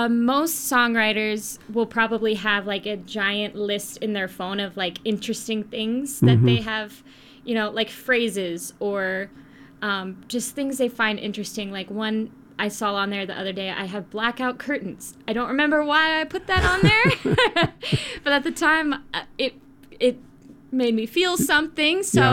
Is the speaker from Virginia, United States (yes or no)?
no; Batesville, Indiana, United States; Let's see. Batesville, Indiana. That's my hometown. Woo woo. Shout out Batesville.